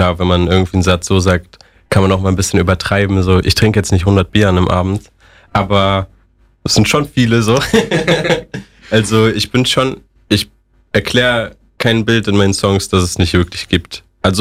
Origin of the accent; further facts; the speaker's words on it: Mönchengladbach, North Rhine-Westphalia, Germany; Ich bin einfach der Typ aus Gladbach